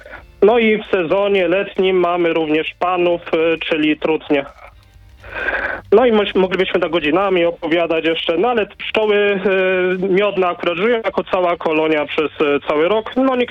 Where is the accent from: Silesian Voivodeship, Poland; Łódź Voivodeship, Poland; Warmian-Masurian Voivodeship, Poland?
Silesian Voivodeship, Poland; u nas na Śląsku występuje.